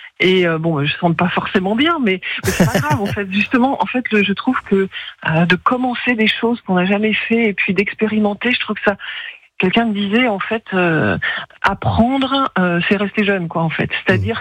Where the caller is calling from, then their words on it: Montastruc-la-Conseillère, Occitanie, France; À la frontière du Tarn, près de Montastruc